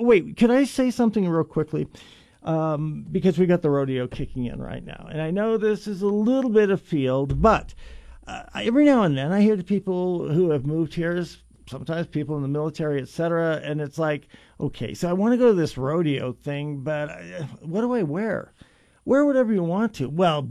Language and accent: English; Wyoming, United States; my hometown, about an hour east of Cheyenne